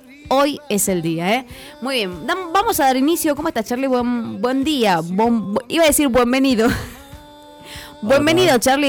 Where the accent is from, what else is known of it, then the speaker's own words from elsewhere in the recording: Argentina; así somos los argentinos.